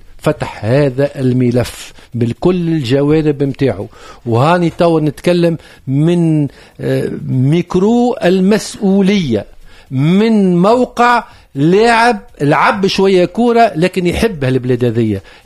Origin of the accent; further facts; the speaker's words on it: Tunisia; أنا كتونسي في نهار تاريخي للفيفا وللعالم الكل